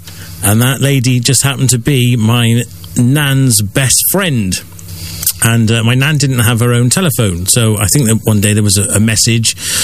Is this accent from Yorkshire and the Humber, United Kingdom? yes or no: no; Cheltenham, South West England, United Kingdom; I was born in Cheltenham, so local lad, on the 16th of October 1974 at the old St. Paul's Hospital